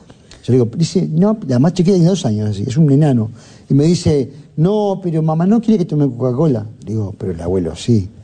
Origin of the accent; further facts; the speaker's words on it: Montevideo, Uruguay; Sí, porque cuando yo nací en Civil Silaboyá, después me mudé a Lucio Rodríguez y Camilo Las Tropas, que es al lado del Estadio del Cerro, a 2 cuadras del Estadio del Cerro. Y sí, era un barrio muy obrero.